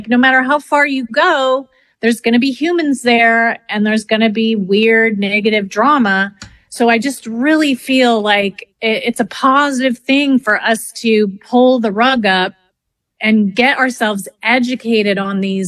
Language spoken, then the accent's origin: English; Canada; And I'm French Canadian.